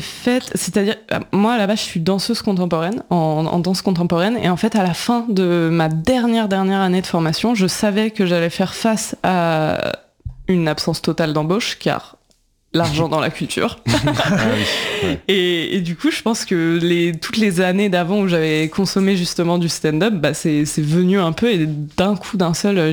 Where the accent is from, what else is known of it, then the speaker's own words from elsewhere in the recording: Thonon-les-Bains, Auvergne-Rhône-Alpes, France; Bah, Thonon-les-Bains, mais je sais pas.